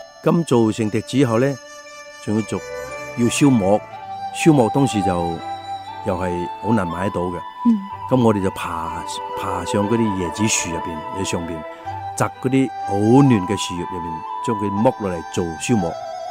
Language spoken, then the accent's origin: Cantonese; Hainan, China; 因为我家乡在海南岛